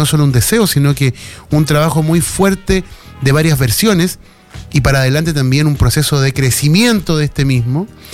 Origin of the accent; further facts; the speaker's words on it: Valparaíso, Chile; estamos entendiendo como porteños, muchos de nosotros, que esta primera mano tenemos que dárnosla entre nosotros, entre los que vivimos en Valparaíso